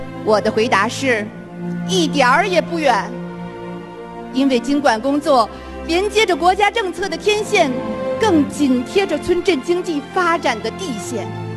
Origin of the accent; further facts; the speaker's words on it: Bin County, Heilongjiang, China; 在我的家乡宾县